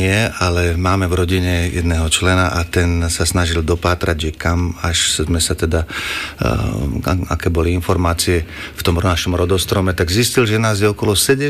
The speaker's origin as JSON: {"language": "Slovak", "town": "Rojkov", "region": "Žilina Region", "country": "Slovakia", "said": "my sme z Rojkova, to je Rojkovie pri Ružomberku na sútoku Oravy a Váhu."}